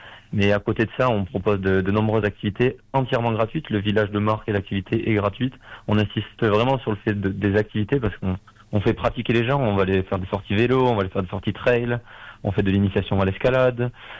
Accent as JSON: {"language": "French", "town": "Bagnères-de-Bigorre", "region": "Occitanie", "country": "France", "tie": "born or raised there", "said": "On est natifs de Bagnères tous les trois."}